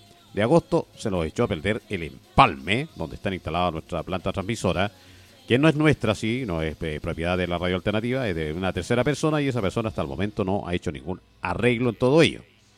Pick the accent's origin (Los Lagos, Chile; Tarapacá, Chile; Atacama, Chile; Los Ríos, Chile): Atacama, Chile; Huasco; also born or lived in Vallenar / Caldera; nosotros somos huasquinos, pues chiquillos. Huasquinos aquí, criados aquí. Aquí en el Puerto Huasco nació en Vallenar y todo el cuento. ¿Ya? Tuve un tiempo en Caldera, sí, Caldera también.